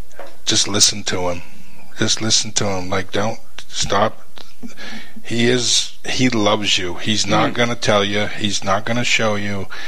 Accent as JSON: {"language": "English", "town": "Kodiak", "region": "Alaska", "country": "United States", "tie": "born there", "said": "I was born in Kodiak Island, yeah."}